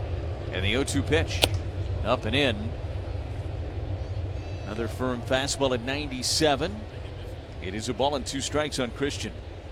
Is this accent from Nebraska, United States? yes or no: yes; Nebraska, United States; When I was a kid, I grew up near Offutt Air Force Base